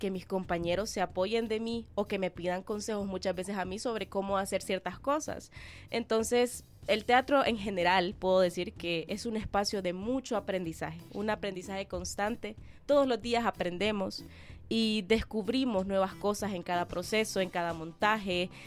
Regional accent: Tegucigalpa, Francisco Morazán, Honduras; soy de Tegucigalpa

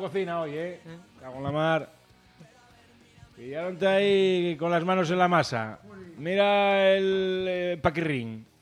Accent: Asturias, Spain; Que somos asturianos

